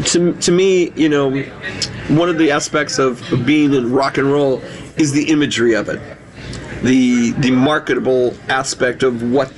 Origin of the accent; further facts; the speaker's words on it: Phoenix, Arizona, United States; moved away as an adult; now in Las Vegas, United States; I'm from Phoenix, Scottsdale, Tempe area.